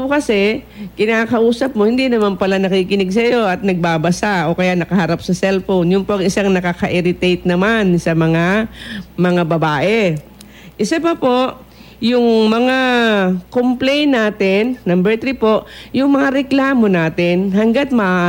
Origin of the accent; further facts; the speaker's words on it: Bulacan, Central Luzon, Philippines; sa amin sa Bulacan